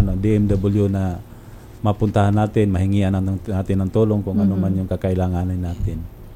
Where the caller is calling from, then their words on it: Zamboanga Peninsula, Philippines